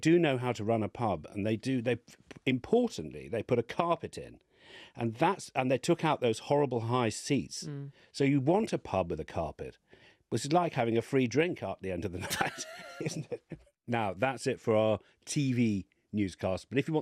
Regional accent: Guildford, South East England, United Kingdom; born there; I was born in Guildford.

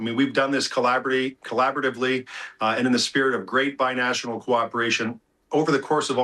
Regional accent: Canada; now in Windsor, Canada

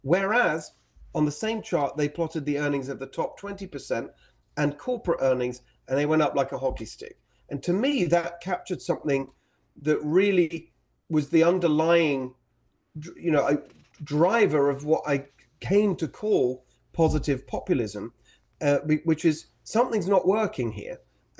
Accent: England, United Kingdom; born there; And when I was a kid, I was born in England. My parents are Hungarian. My stepfather's Hungarian.

